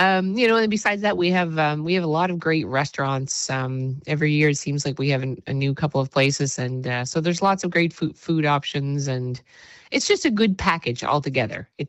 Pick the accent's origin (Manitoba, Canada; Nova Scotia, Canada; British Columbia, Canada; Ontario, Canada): Nova Scotia, Canada; And I am from Cape Breton, and, you know, I'm in my fifth decade, so I've been around.